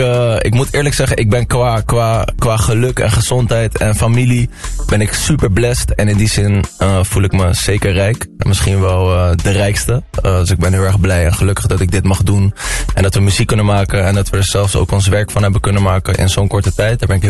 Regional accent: Rotterdam, South Holland, Netherlands; we komen uit Krooswijk, zijn later naar Rotterdam-Zuid ben ik verhuisd. En ik heb eigenlijk altijd wel een welbespraakte moeder gehad. Die heeft mij altijd opgevoed en is heel streng geweest met, joh, je moet goed Nederlands praten.

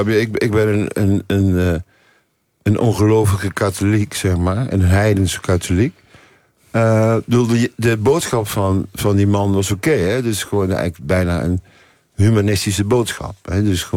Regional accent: Nijmegen, Gelderland, Netherlands; Ik kom ook uit Nijmegen.

